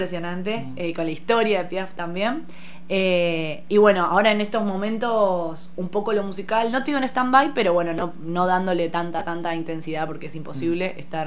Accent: Magdalena, Buenos Aires Province, Argentina; nosotros, bueno, somos de Magdalena

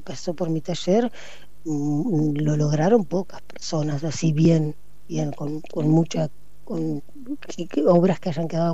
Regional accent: General La Madrid, Buenos Aires Province, Argentina; also born or lived in La Plata; now in City Bell, Argentina; Yo soy de General La Madrid

